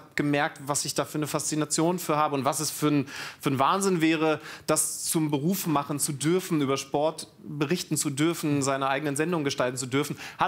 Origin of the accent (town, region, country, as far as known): Lower Saxony, Germany; born or raised there